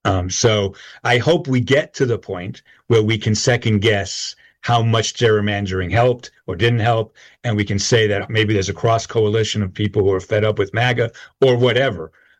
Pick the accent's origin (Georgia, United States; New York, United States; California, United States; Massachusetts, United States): New York, United States; moved away; I grew up in New York